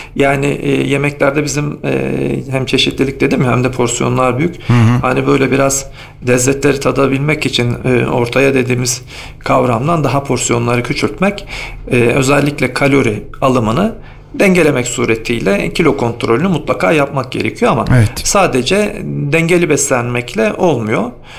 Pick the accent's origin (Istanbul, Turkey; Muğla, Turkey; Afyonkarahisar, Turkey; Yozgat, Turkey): Afyonkarahisar, Turkey; also born or lived in Ankara; Bunu sadece bir Afyonkarahisarlı olarak ben söylemiyorum. Hemşehrilerim biliyorlardır herhalde, uzun dönem Ankara'da da merkezi idarelerde görev yaptığımızdan